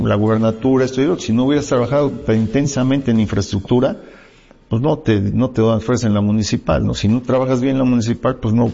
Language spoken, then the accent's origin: Spanish; Puebla, Mexico; Soy empresario poblano, he caminado Puebla desde que nací